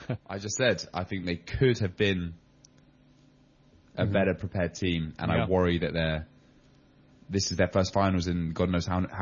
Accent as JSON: {"language": "English", "region": "England", "country": "United Kingdom", "moved": "yes", "lives_now": "France", "said": "I'm English."}